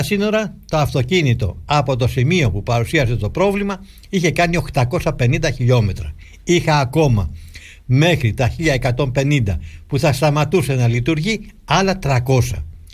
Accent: Greece; είμαι Έλληνας αξιωματικός

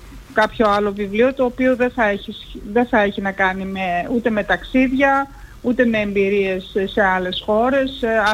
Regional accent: Germany; moved away as an adult; also born or lived in Denmark / South Africa / London; now in Thessaloniki, Greece; Παρόλο που γεννήθηκα και μεγάλωσα στη Γερμανία και έζησα και πολλά χρόνια εκεί και πήγα εκεί στο σχολείο

